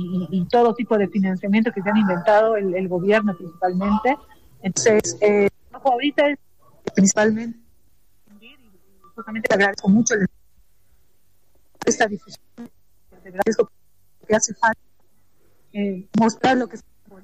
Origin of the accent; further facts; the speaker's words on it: El Alto, La Paz, Bolivia; moved away as an adult; now in Santa Cruz, Bolivia; Sí, yo vivo en Santa Cruz, pero en situaciones así lo que más me importa a mí es estar en mi ciudad. Uh-huh. El Alto para mí representa identidad, familia, símbolo, pertenencia.